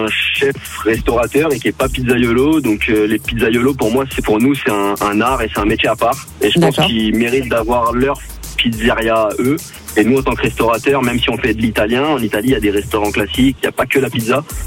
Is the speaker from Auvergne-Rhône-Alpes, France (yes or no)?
yes; Lyon, Auvergne-Rhône-Alpes, France; Je suis de Lyon, moi.